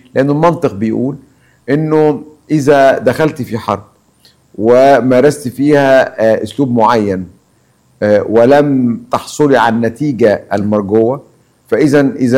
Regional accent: Egypt; moved away as an adult; now in Lebanon; على قلوبنا كمصريين

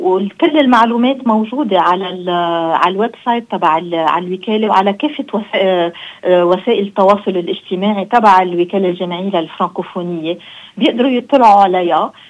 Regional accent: Lebanon; لبنان، بلدنا لبنان.

